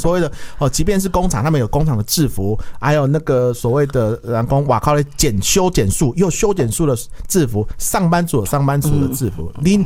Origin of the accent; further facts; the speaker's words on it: Taiwan; 我们台湾人啊来然后去办公桌吃早餐